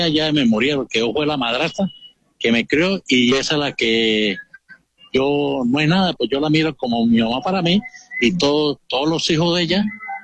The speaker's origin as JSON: {"language": "Spanish", "town": "La Grita", "region": "Táchira", "country": "Venezuela", "tie": "born or raised there", "said": "soy nativo de este pueblo de la ciudad de La Grita y me gusta el pueblo, soy de aquí, nativo y creado aquí mismo y soy devoto al Santo Cristo."}